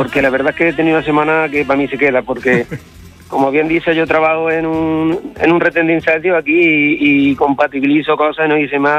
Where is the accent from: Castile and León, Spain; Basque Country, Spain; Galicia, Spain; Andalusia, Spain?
Andalusia, Spain; Adamuz; en mi pueblo, pues gracias a Dios, aquí en Adamuz